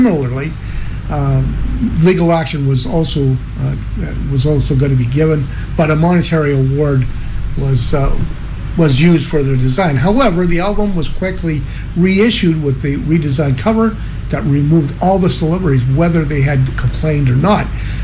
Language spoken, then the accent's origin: English; Sault Ste. Marie, Ontario, Canada; I've mentioned before that I'm from Sault Ste. Marie